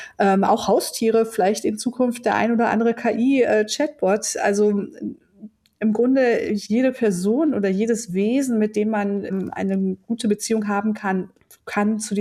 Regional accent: Cologne, North Rhine-Westphalia, Germany; now in Bochum, Germany; da geht mir auch immer noch das Herz auf, auch wenn ich schon länger nicht mehr in Köln lebe. Ich lebe seit einigen Jahren jetzt in Bochum im Ruhrgebiet

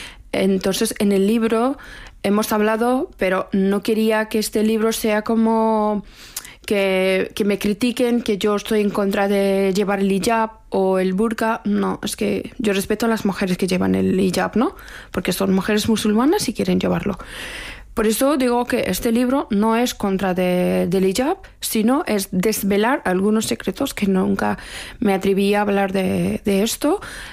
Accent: Afghanistan; Spanish is a second language; moved away; cuando yo salí de Afganistán salí con una bandera de Afganistán y no tenía nada. Pero cuando salieron mis padres, pues me trajeron este disco duro

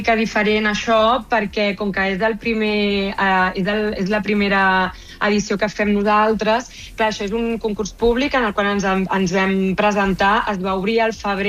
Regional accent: Barcelona, Catalonia, Spain; les dues som de Barcelona

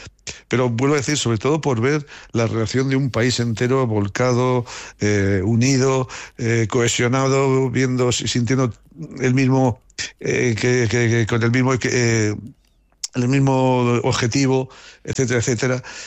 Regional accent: Haro, La Rioja, Spain; soy un auténtico privilegiado, Manolo, porque yo me he sentido siempre y me siento muy querido en mi pueblo. Mi pueblo, que la alcaldesa cuando me oye hablar así se enfada porque dice … que Aro es una ciudad.

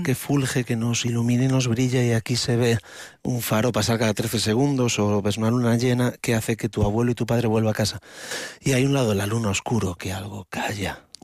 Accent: Ferrol, Galicia, Spain; soy del 83 de Ferrol, y hablar de salud mental a los de mi barrio, a los de Canido, a los del Muelle

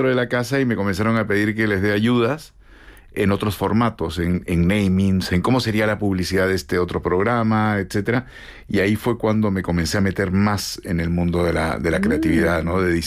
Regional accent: Lima, Peru; now in Madrid, Spain; soy de Lima, Perú, y llevo viviendo en Madrid desde el año 98, hace 28 años.

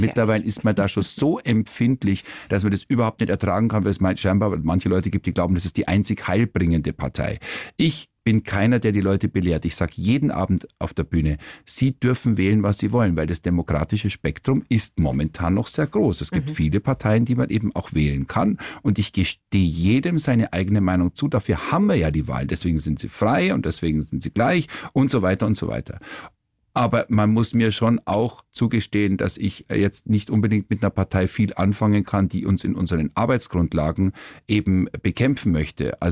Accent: Kaufbeuren, Bavaria, Germany; Ich hatte natürlich, 66 geboren und ich hatte natürlich dann schon auch eben damals Schweizer Fernsehen bei uns im Allgäu in Kaufbeuren und österreichisch

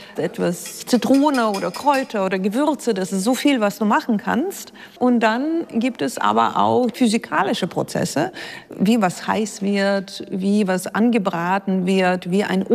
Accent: Russia; moved away as an adult; also born or lived in London; now in Frankfurt, Germany; Ich bin in Russland geboren und bin da auch zur Schule gegangen.

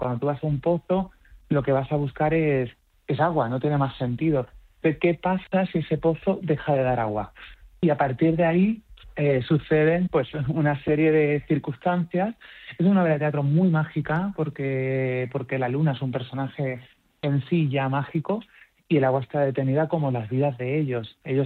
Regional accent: Melilla, Spain; moved away; espero que en mi tierra se sientan igual porque para mí Melilla siempre ha sido el primer lugar y el lugar al que yo le debo tanto.

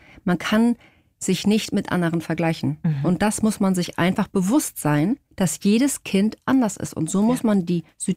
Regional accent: Portugal; now in Hamburg, Germany; Ich bin Portugiesin.

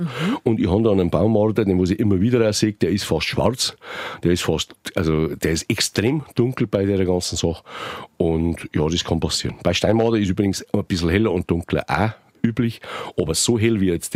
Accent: Bavaria, Germany; Nein, wir haben ja nicht Weitler, wir kommen aus dem Wald.

